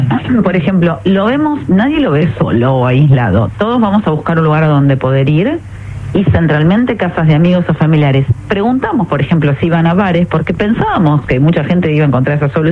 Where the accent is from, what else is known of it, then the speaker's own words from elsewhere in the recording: Argentina; Que nosotros como argentinos consideramos que si a Argentina le va bien y está en el Mundial, la gente está mejor